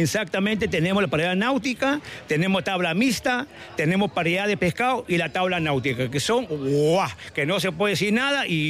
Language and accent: Spanish; San Vicente de Cañete, Lima, Peru; moved away as an adult; now in San Vicente de la Barquera, Spain; Yo soy del Perú, soy de San Vicente de Cañete, que pertenece a Lima, a 2 horas de Lima. De San Vicente de Cañete venir a trabajar a San Vicente de la Barquera